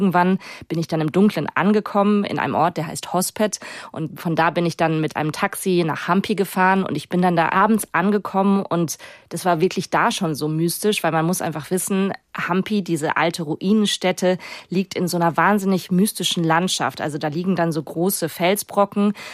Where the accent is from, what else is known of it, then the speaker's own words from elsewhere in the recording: Germany; wo kommen Sie denn her? Ja, aus Deutschland.